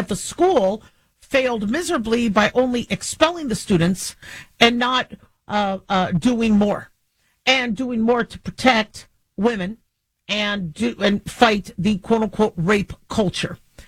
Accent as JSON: {"language": "English", "country": "United States"}